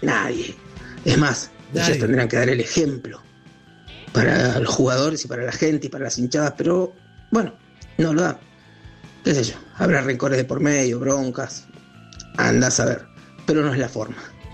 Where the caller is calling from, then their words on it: Moreno, Buenos Aires Province, Argentina; de Moreno.